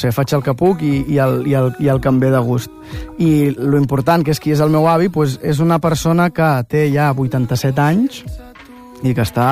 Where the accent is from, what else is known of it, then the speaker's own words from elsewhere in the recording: Mataró, Catalonia, Spain; born there; moved away as an adult; a Mataró tenim la sort de que tenim una festa major molt guai